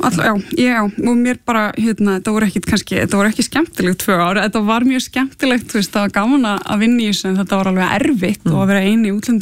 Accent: Gothenburg, Västra Götaland County, Sweden; Ég er alveg upp í Gautaborg og var í barnakór íslensku kirkjunar þar.

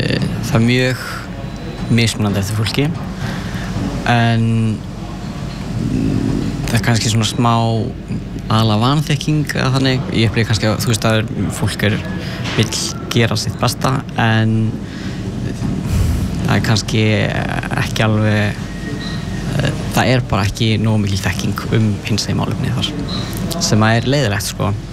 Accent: Vatnsnes, Northwestern Region, Iceland; Já, ég er frá Vatnsnesi.

